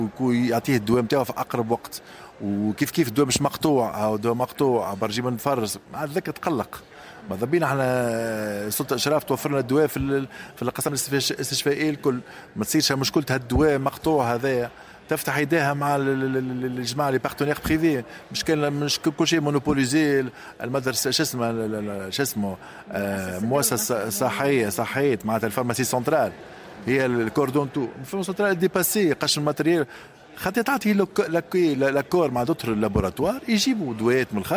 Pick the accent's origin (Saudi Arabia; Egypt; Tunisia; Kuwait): Tunisia; moved away as an adult; now in France; تربينا كل في تونس وعندنا حنين كبير لتونس